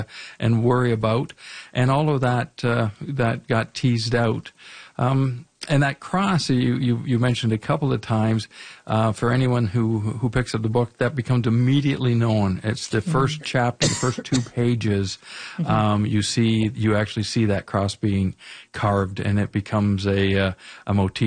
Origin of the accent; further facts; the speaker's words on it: London, Ontario, Canada; having been born and raised in London, Ontario.